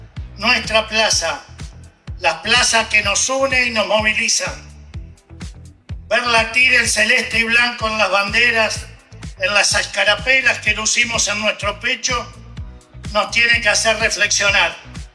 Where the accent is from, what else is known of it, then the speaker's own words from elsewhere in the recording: Santa Fe, Argentina; Somos argentinos, somos santafesinos